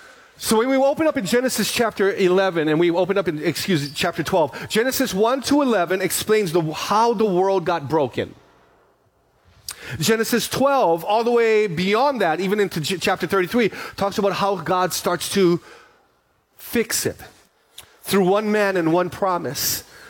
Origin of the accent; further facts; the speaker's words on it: Honokaa, Hawaii, United States; We grew up on Honokaa on the Big Island, and we would eat there.